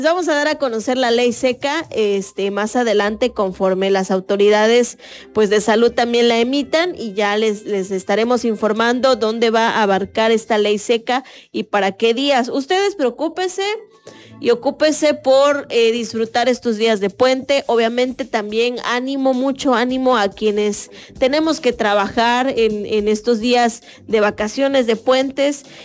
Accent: Mexico; nos caracteriza como mexicanos

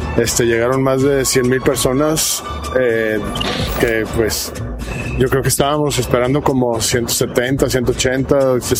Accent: Jalisco, Mexico; Y pues espectacular, muy agradecido con mi tierra, con Jalisco, siempre

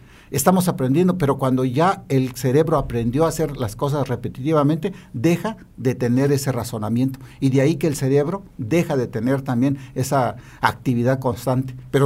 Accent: Comitán, Chiapas, Mexico; ahí en mi pueblo, en Comitán, yo soy de Comitán

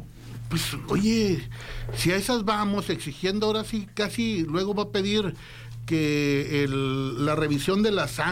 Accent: Mexico; esta interpretación es lo que más me representa como mexicano.

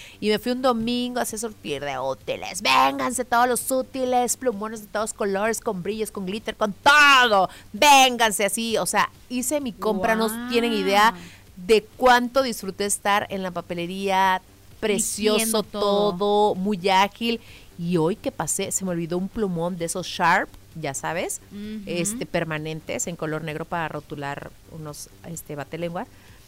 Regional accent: Mexico

